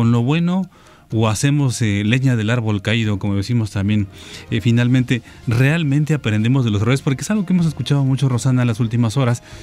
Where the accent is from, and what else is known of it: Mexico